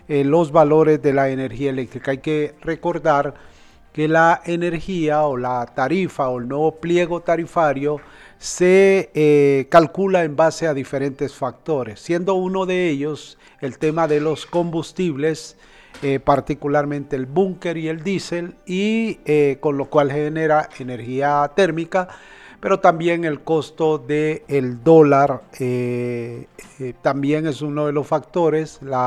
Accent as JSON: {"language": "Spanish", "country": "Honduras", "said": "el costo de vida en nuestro país"}